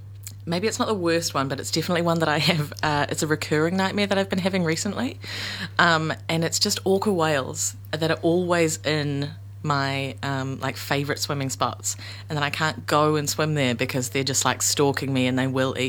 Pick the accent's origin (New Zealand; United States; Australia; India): New Zealand; Auckland; born or raised there